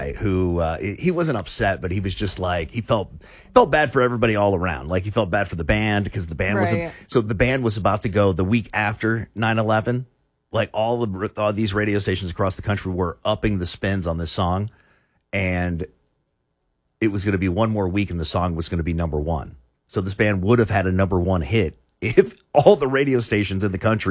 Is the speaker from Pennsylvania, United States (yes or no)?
no; Florida, United States; moved away; I grew up in Florida, so I was in West Palm Beach.